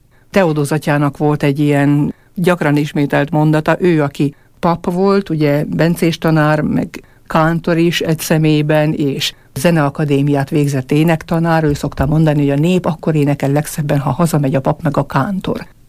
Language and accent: Hungarian; Váhovce, Trnava Region, Slovakia; 13 éves koromtól kántorkodom a szülőfalumban